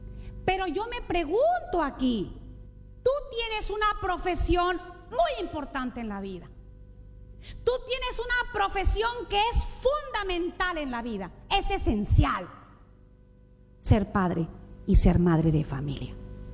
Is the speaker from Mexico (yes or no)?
yes; Mexico; moved away